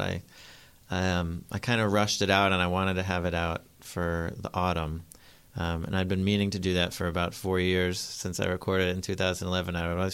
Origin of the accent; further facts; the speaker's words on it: Tennessee, United States; We didn't have a professional team when I was growing up in Tennessee, so I get to like whoever I want to like.